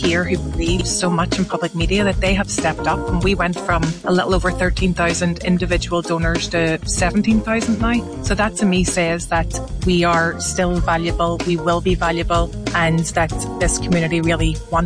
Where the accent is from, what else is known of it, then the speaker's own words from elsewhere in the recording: Belfast, Northern Ireland, United Kingdom; It was so normal to us. And when you grow up in what was a war zone, you don't know that you're actually living it.